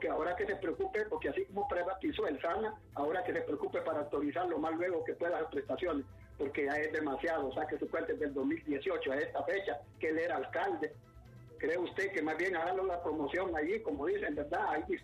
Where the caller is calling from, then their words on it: Honduras; como hondureños nosotros no miramos